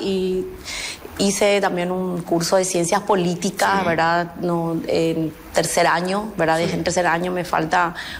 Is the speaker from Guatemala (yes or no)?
no; Asunción, Paraguay; Yo soy de Asunción, soy del barrio Sajón. Realmente trabajamos en mi barrio como candidata en la juventud.